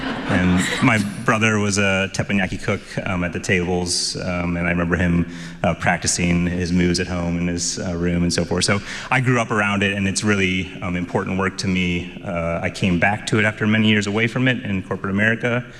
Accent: St. Louis, Missouri, United States; born or raised there

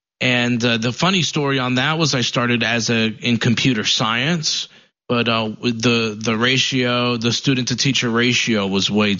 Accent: Paterson, New Jersey, United States; I grew up in New Jersey, in Paterson, New Jersey. It was a really decent-sized city, full of a lot of culture.

